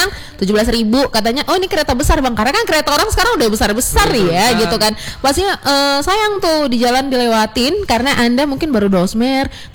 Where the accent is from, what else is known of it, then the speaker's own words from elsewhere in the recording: Medan, North Sumatra, Indonesia; namanya kita orang Medan